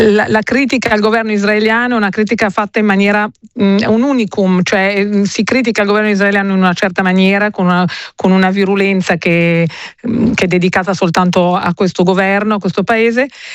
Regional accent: Milan, Lombardy, Italy; noi siamo milanesi, siamo italiani.

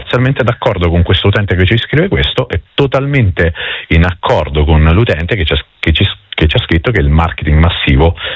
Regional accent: Rome, Lazio, Italy; Come sai, sono di origine campana, ma cresciuto nelle borgate romane

